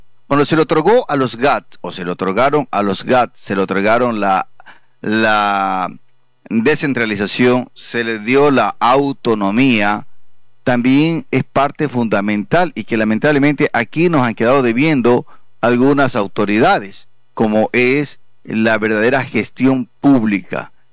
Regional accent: Ecuador

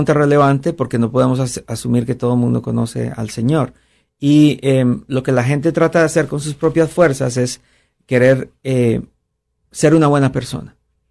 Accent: Costa Rica; moved away; mi país de origen, que es Costa Rica.

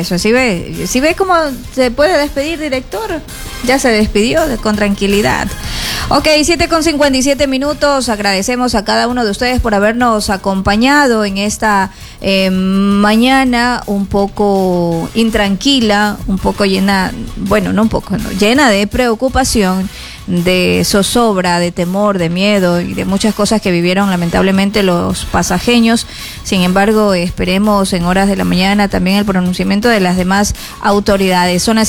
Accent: Ecuador; los días que estamos viviendo los ecuatorianos son muy malos

